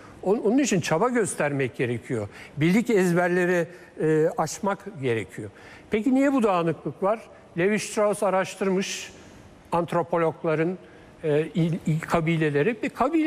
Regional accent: Üsküdar, Istanbul, Turkey; Yani ben Üsküdar'lıyım, güzelim, konaklarımız bizim apartmana dönüştü.

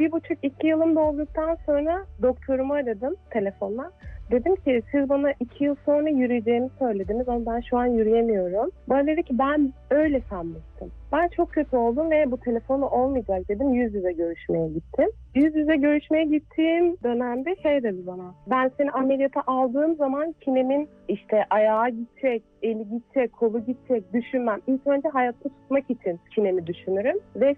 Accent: İzmir, Turkey; born there; İzmir doğumluyum.

